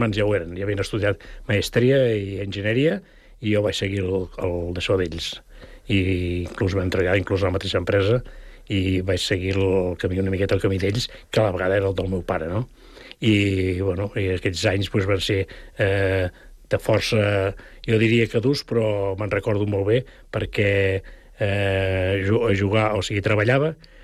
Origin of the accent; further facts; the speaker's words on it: Rubí, Catalonia, Spain; now in Sant Cugat, Spain; diu que no soc de Sant Cugat perquè soc de Rubí 3 mesos i ja està.